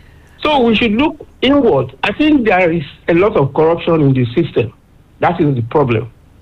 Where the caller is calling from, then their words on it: Akure, Ondo, Nigeria; I'm calling from Akure.